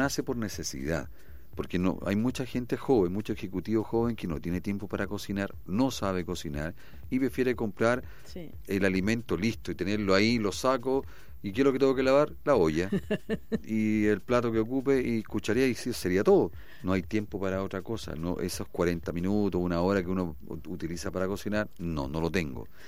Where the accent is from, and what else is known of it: Chile